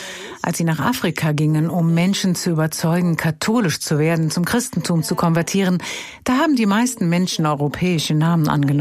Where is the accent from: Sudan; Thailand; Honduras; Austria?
Sudan; Northern Sudan; born there; first language Arabic; German is a second language; Ich bin im Norden Sudans geboren und meine Schule war komplett auf Arabisch. Arabisch ist meine erste Sprache und neben meiner Muttersprache eine der afrikanischen Sprachen im Südsudan.